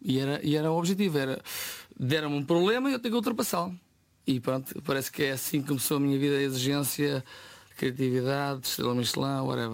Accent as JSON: {"language": "Portuguese", "town": "Ribamar", "region": "Lisbon", "country": "Portugal", "said": "Olha, eu sou de Ribamar de Lourinhã, no Oeste"}